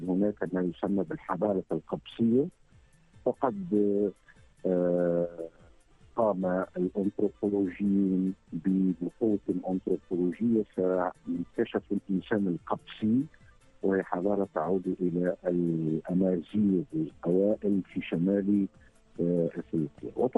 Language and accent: Arabic; Gafsa, Gafsa Governorate, Tunisia; وأنا ابن الجنوب التونسي بمدينة قفصة، و ومدينة دفة أساساً، دفة حتى نقول، وهي مدينة عريقة